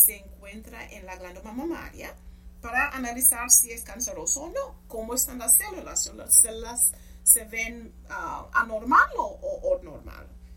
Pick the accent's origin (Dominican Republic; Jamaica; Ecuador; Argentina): Jamaica; first language English; Spanish is a second language; now in McAllen, United States; yo soy de Jamaica, en Jamaica hablamos inglés, no español, así que estoy aquí sudando para hablar español